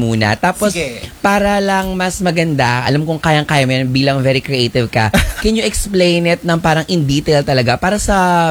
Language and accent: Tagalog; Bacoor, Calabarzon, Philippines; lumaki ako sa Bacoor.